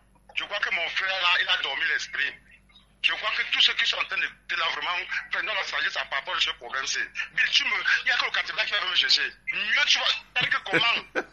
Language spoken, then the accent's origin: French; Cameroon; Vous m'avez dans le Cameroun. Je suis du Cameroun.